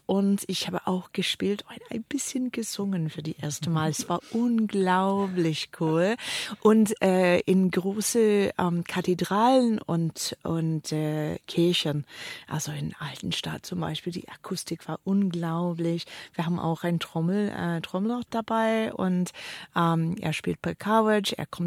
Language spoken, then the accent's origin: German; Canada; German is a second language; moved away as an adult; now in Tübingen, Germany; Also ich komme aus Kanada, ich bin hier jetzt in Tübingen seit 10 Jahren.